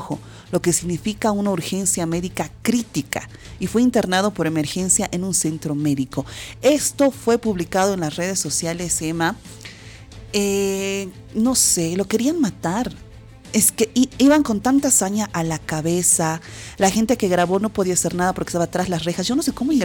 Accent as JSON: {"language": "Spanish", "region": "La Paz", "country": "Bolivia", "said": "porque yo soy boliviana y paseña."}